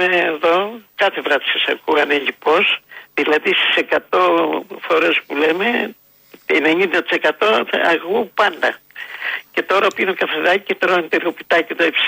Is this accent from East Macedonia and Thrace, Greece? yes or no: yes; East Macedonia and Thrace, Greece; now in Dafni, Athens, Greece; εγώ είμαι από Καβάλα, από χωριό της Καβάλας.